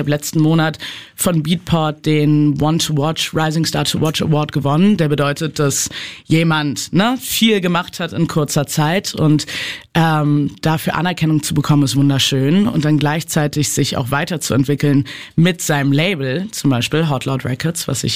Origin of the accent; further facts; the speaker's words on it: Berlin, Germany; kann ein Liedchen davon singen als Berlinerin, wie es ist, gecatcalled zu werden.